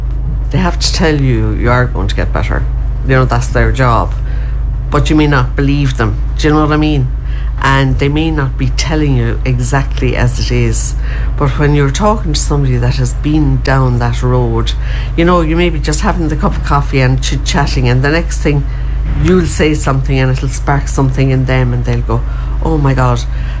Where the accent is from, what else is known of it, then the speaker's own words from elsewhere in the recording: Tipperary, Munster, Ireland; moved away; I'm originally from Tipperary, my husband's from Kilkenny.